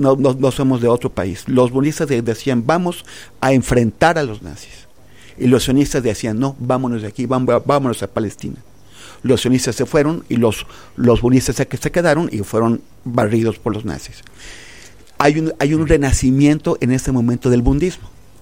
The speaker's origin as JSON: {"language": "Spanish", "country": "Mexico", "said": "O sea, nosotros como mexicanos, sí."}